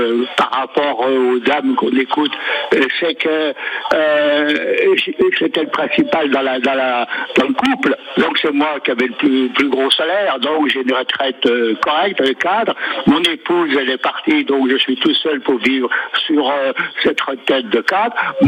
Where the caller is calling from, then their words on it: Bligny-lès-Beaune, Bourgogne-Franche-Comté, France; Je suis à Bligny-les-Baunes.